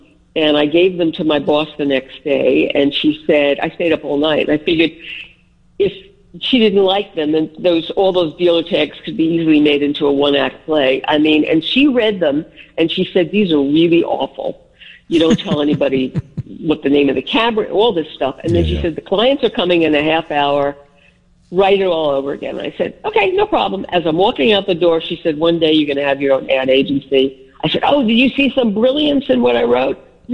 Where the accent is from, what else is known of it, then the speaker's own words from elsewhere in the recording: Bronx, New York, United States; accent: Bronx; Can you tell that I have a Bronx accent?